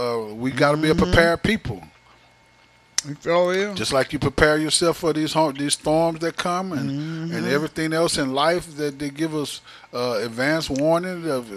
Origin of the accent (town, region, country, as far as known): Port Arthur, Texas, United States; born or raised there